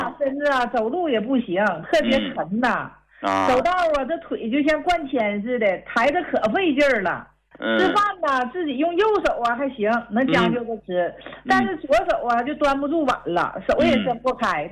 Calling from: Shenyang, Liaoning, China; 哎，我家是沈阳的。

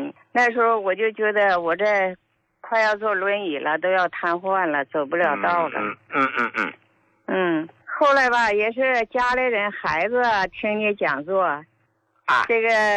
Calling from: Qiqihar, Heilongjiang, China; 我是齐齐哈尔的。我这个病吧，一个是岁数大了，今年我都71了。

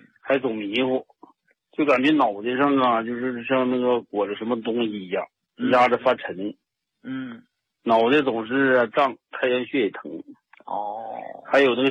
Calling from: Shenyang, Liaoning, China; 我是沈阳的一位新听众。

